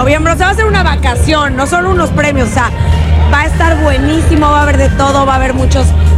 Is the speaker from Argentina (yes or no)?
no; Mexico; de representar México y que este año sean en nuestro país